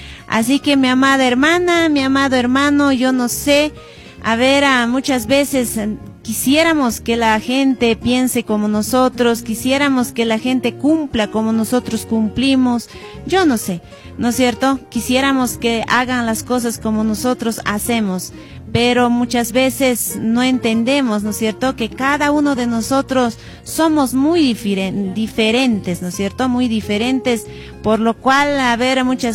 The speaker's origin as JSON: {"language": "Spanish", "region": "Cusco", "country": "Peru", "said": "En donde sea estamos los cusqueños"}